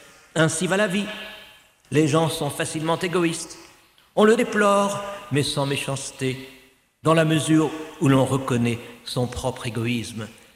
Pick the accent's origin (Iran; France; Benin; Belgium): France; Cambrai, Hauts-de-France; Je viens de Cambrai où il n'y a pas que des bêtises, hein ?